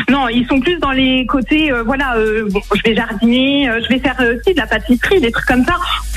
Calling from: Laval, Pays de la Loire, France; Je vous appelle de Laval, en Mayenne

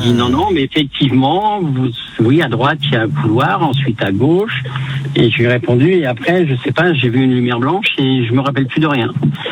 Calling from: Lyon, Auvergne-Rhône-Alpes, France; je suis lyonnais

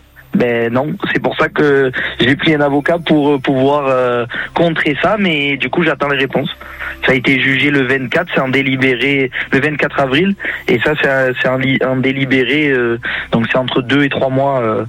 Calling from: Provence-Alpes-Côte d'Azur, France; Je suis à côté de Bolène, en dessous de Montélimar exactement.

